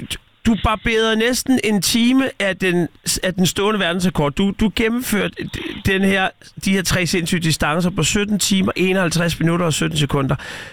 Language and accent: Danish; Odense, Region of Southern Denmark, Denmark; som fynbo har man, og odenseaner har man lidt en fordel